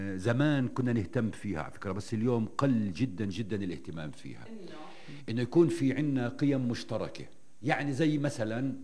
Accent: Nablus, West Bank, Palestine; عندنا في نابلس

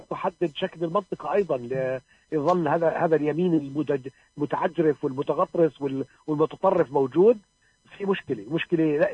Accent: Palestine; نحن كفلسطينيين

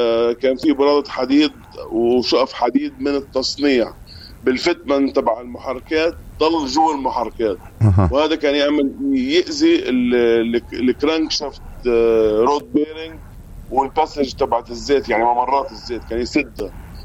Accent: Farradiyya, Palestine; أنا فلسطيني من مدينة فرادة هي قضاء صفد، وطبعا احنا من فصيلة لبنان

